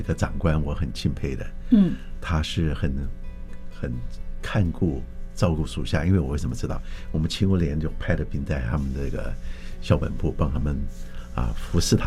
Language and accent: Chinese; Pingtung County, Taiwan; 差异在于是我是屏东的，